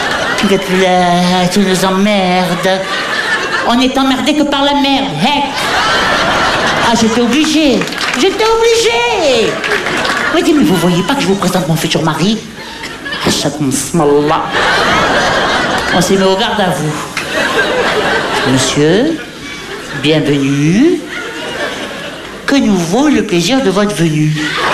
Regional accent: Hauts-de-France, France; Mais non, je suis du Pas-de-Calais. Je suis du Pas-de-Calais.

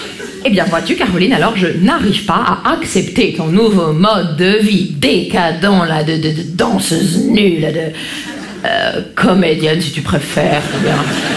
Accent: Grand Est, France; Vous savez, moi je viens des Vosges.

